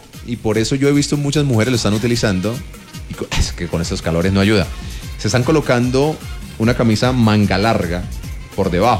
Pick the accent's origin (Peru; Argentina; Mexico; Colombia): Colombia; Uno como buen colombiano, yo tengo tengo tres camisetas de Colombia